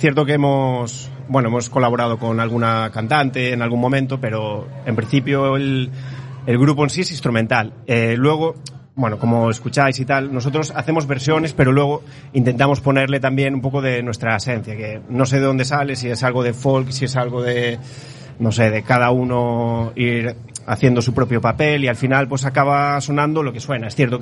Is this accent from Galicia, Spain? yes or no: yes; A Coruña, Galicia, Spain; algunos de los integrantes del grupo somos de Monte Alto.